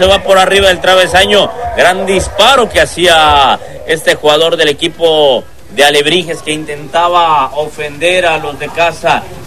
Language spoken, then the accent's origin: Spanish; Mexico; Es que soy mexicano.